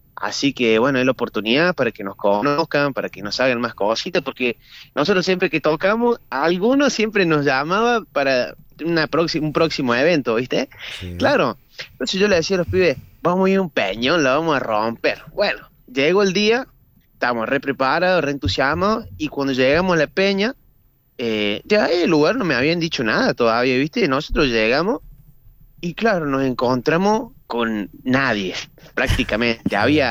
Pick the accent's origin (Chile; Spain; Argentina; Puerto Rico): Argentina; Alta Gracia, Córdoba